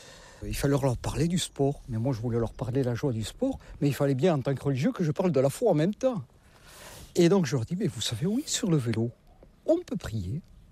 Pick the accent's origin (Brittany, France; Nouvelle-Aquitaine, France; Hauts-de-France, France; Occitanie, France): Nouvelle-Aquitaine, France; Landes; moved away as an adult; Donc, comme vous l'entendez, je ne suis pas de la région, hein, je ne vais pas vous dire. Avec mon accent, je ne suis pas du nord de la Loire, hein, non. Je suis des Landes, du pays de Saint-Vincent-de-Paul. Je suis rentré en fin 89.